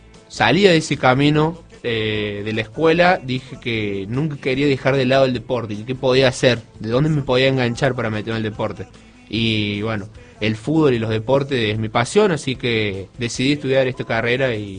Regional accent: San Luis, Argentina; De San Luis, exactamente.

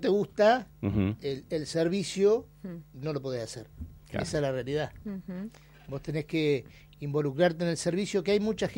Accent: Puan, Buenos Aires Province, Argentina; yo soy de Puan, en la provincia de Buenos Aires.

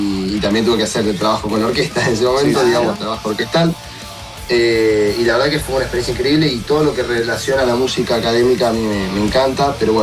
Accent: Argentina; somos argentinos.

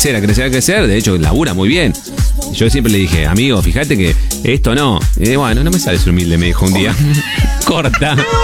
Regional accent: Villada, Santa Fe, Argentina; now in Rosario, Argentina; si bien hace mucho que vivo en Rosario, ¿de dónde sos? ¿De Villada?

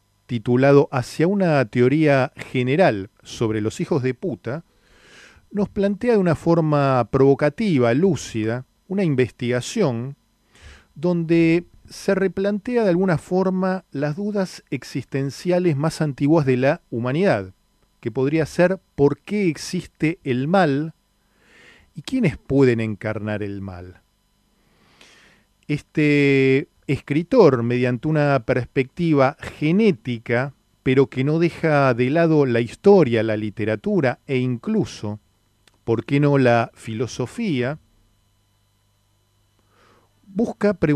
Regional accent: Argentina; claramente siendo argentino

